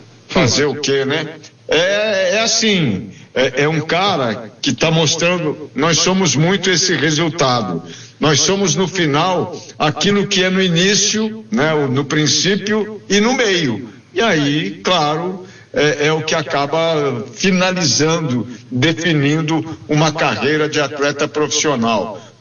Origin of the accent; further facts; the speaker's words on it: Brazil; não sei se só para nós que somos brasileiros, né?